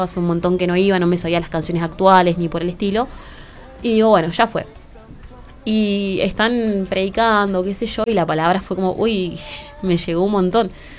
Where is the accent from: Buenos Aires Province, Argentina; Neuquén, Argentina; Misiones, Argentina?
Neuquén, Argentina; Rincón de los Sauces; moved away; Yo soy de Neuquén. Yo soy de Neuquén, de Rincón de los Sauces específicamente.